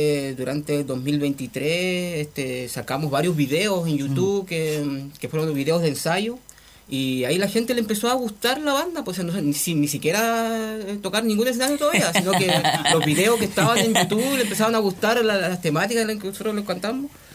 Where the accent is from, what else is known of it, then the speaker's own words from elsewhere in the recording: Los Lagos, Chile; la gran mayoría somos todos de Caulín, sector rural